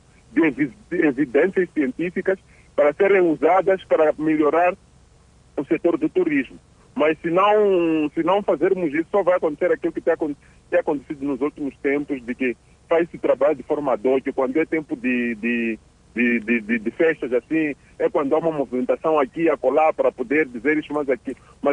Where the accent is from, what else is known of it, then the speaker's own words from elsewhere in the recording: Jangamo, Inhambane, Mozambique; eu sou de Jangama. Estando, por exemplo, da Vila Sede de Jangama para chegar em Paindane, para chegar em Ligogo, as vias de acesso não estão boas.